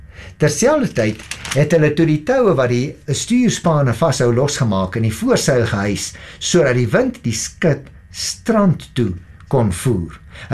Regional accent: Paarl, Western Cape, South Africa; ek kom daarom van die Perl af, so ek verstaan so ietsie van die see

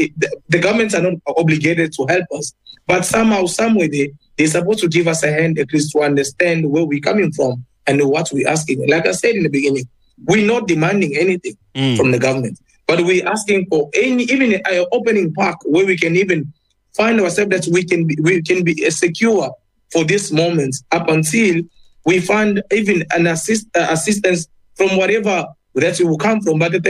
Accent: DR Congo; now in South Africa; I'm from Congo, from DRC.

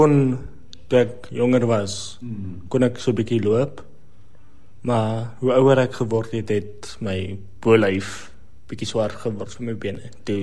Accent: Pretoria, Gauteng, South Africa; now in George, South Africa; So ek kom oorspronklik van Pretoria af.

